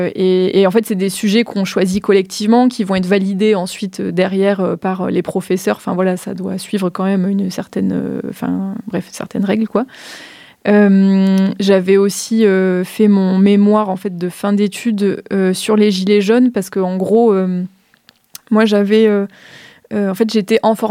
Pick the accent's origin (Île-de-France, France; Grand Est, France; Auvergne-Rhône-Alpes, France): Auvergne-Rhône-Alpes, France; also born or lived in Tours; j'ai fait le choix, en fait, en 2021, de revenir en Drôme, parce que moi, je suis originaire de Drôme provençale, et de m'installer dans le Crétois.